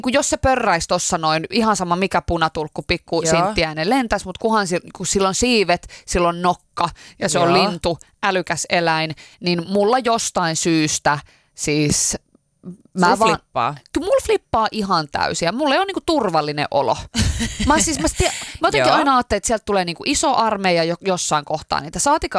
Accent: Helsinki, Uusimaa, Finland; lapsuudessa ollaan oltu niin Helsingissä

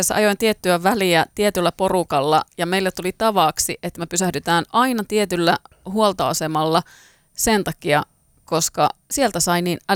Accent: North Savo, Finland; born there; moved away; kun itsekin asui maalla ja sitten Kuopioon avattiin ensimmäinen pikaruokaravintola

